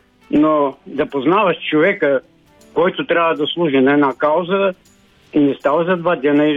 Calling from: Dimitrovgrad, Haskovo Province, Bulgaria; от Димитровград, Чутрима.

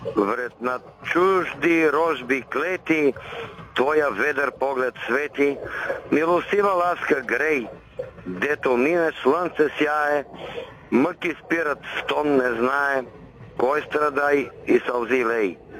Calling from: Valchedram, Montana Province, Bulgaria; от Вълчедръв съм.

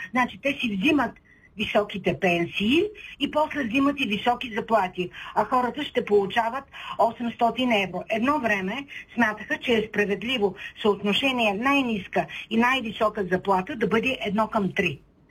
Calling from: Shumen, Shumen Province, Bulgaria; от Шумен.

